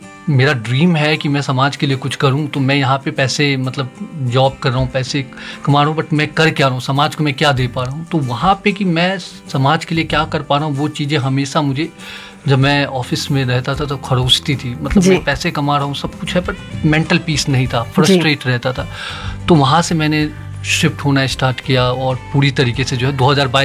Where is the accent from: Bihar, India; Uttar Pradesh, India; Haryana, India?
Bihar, India; now in Delhi, India; मैं बिहार से बिलोंग करता हूँ। मैं जब दिल्ली आया